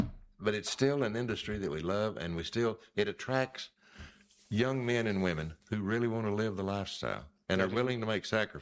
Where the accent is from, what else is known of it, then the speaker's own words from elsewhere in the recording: United States; I grew up in the Canadian River Country. Mm-hmm. Where it was really boggy.